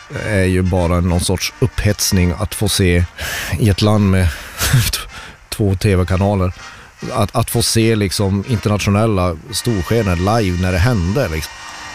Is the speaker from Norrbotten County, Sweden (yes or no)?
yes; Kiruna, Norrbotten County, Sweden; där jag växte upp, den lilla villagatan i Kiruna